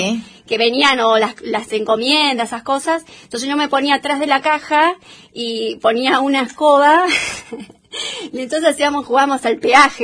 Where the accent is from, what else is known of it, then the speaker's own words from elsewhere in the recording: Buenos Aires Province, Argentina; also born or lived in Pellegrini / Dorrego / San Cayetano / Dolores; yo nací en Pellegrini, uh-huh, en la provincia de Buenos Aires. Y después, por el trabajo de mi papá, he vivido en muchos pueblos, también del interior. Nada, qué sé yo, Dorrego, San Cayetano, Dolores.